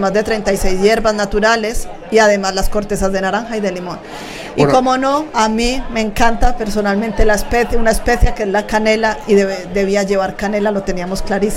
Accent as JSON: {"language": "Spanish", "country": "Colombia", "moved": "yes", "lives_now": "Region of Murcia, Spain", "said": "Yo soy de Colombia, pero llevo ya 26 años afincada aquí en España."}